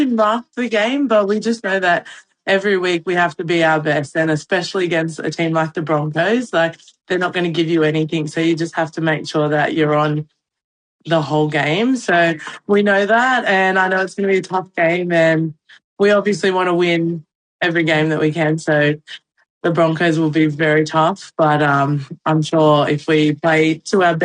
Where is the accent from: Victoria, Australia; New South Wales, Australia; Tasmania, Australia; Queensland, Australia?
New South Wales, Australia; born there; I was born in New South Wales